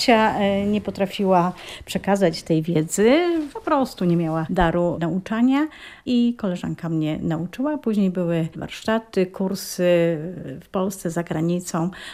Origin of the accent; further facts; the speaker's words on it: Bobowa, Lesser Poland, Poland; born there; Jestem urodzona w Bobowej, wyszłam tutaj za mąż